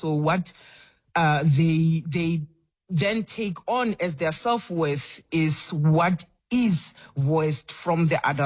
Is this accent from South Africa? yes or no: yes; Atteridgeville, Gauteng, South Africa; first language Tsonga; because I went to a Babedi speaking school because of where we grew up in Attridgeville, and because the children knew that I was a Tsonga speaking individual